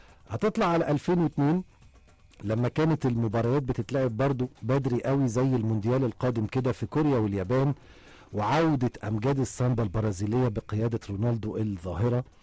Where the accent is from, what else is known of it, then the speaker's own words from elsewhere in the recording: Egypt; احنا كمصريين وعشاق لكرة القدم